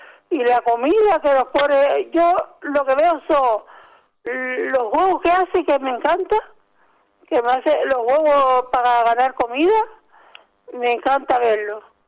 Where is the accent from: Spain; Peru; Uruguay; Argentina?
Spain; Canary Islands; Yo soy peninsular y canario, fíjate tú.